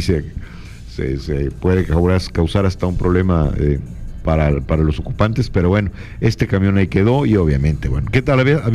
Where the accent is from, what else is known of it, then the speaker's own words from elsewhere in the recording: Mexico; todos somos mexicanos